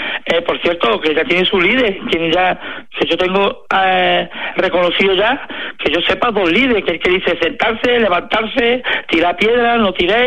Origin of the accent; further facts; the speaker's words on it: Spain; Yo precisamente soy musulmán y soy español de nacimiento.